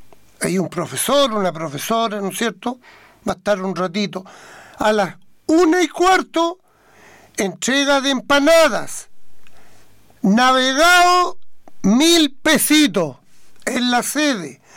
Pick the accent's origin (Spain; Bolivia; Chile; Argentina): Chile; Nosotros que somos chilenos